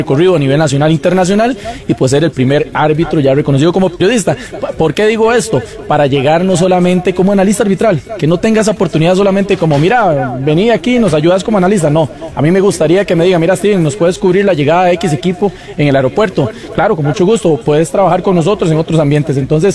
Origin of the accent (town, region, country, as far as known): Costa Rica